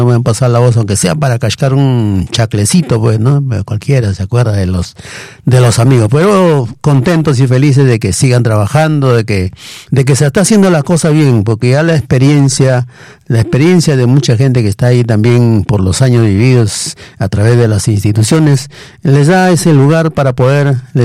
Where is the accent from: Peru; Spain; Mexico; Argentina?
Peru; Tauca, Ancash